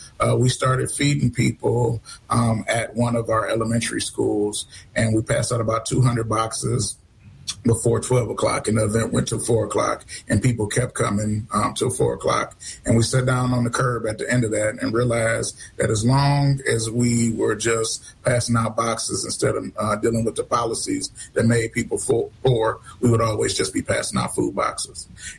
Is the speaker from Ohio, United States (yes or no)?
no; Pontiac, Michigan, United States; I'm from Pontiac, the center of the universe.